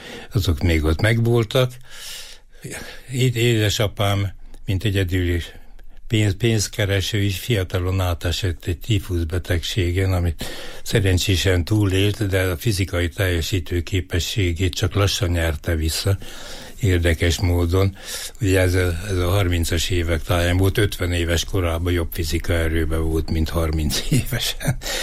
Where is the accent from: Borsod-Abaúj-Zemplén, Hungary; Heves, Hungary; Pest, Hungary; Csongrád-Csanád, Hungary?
Heves, Hungary; Eger; Én vagyok az első, aki Lajosvárosban született. Tehát valóban innen nőttem fel